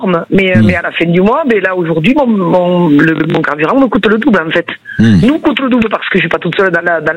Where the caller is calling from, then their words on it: Occitanie, France; Je suis à Florence, je suis dans le Gers